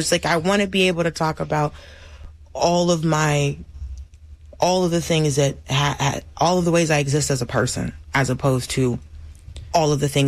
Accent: Atlanta, Georgia, United States; So I still had the long beard with my gold bees in it because I'm still from Atlanta, right? But, you know, on some just old head southern stuff.

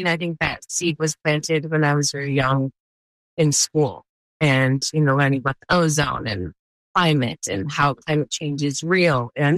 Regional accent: Silverton, Colorado, United States; also born or lived in Los Angeles; I've always had a deep connection with the earth, and I was raised in Silverton, Colorado, some big, beautiful mountains and peaks, and it always felt like home to me.

